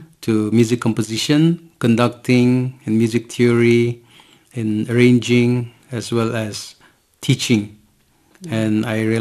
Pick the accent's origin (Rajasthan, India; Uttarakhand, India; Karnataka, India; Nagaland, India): Nagaland, India; Kohima; moved away as an adult; also born or lived in Manila, Philippines; Music was always around me growing up in Nagaland